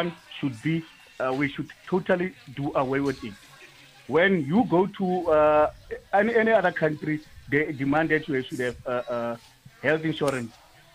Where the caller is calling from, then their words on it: South Africa; I'm South African.